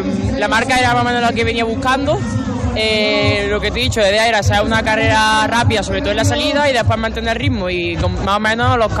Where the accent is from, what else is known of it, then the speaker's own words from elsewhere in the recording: Lucena, Andalusia, Spain; Lucena es mi pueblo